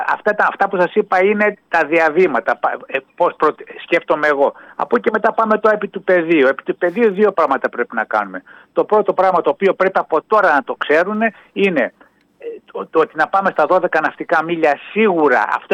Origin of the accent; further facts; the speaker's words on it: Greece; και εμείς σαν Έλληνες έχουμε ιστορική ευθύνη, οι παρόντες Έλληνες αυτοί οι τώρα